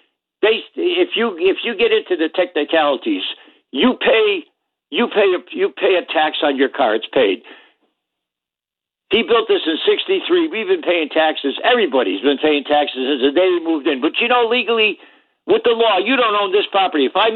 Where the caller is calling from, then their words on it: Derby, Connecticut, United States; They're killing us over here in Derby.